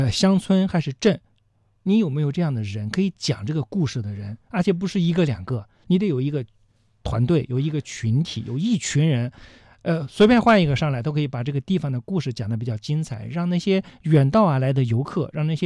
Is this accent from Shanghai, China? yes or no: no; Fengyang, Anhui, China; 我的老家安徽凤阳